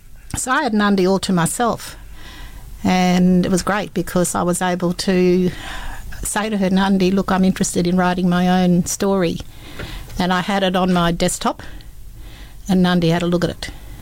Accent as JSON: {"language": "English", "region": "Western Australia", "country": "Australia", "tie": "born or raised there", "said": "But I'd already written a poem about my earliest recollections of where I grew up on Ballardong country."}